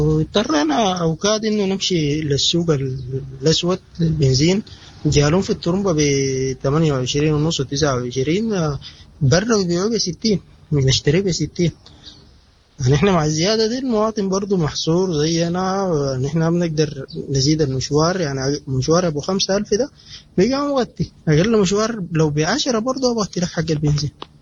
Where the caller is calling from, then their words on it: Omdurman, Khartoum, Sudan; أنا مواطن سوداني من محلية أم درمان, أعمل سائق ركشة.